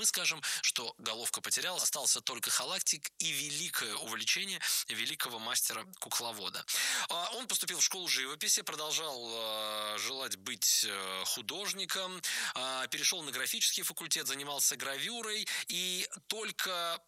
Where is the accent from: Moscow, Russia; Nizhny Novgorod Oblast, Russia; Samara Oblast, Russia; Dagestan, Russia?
Nizhny Novgorod Oblast, Russia; Nizhny Novgorod; born there; я из Нижнего Новгорода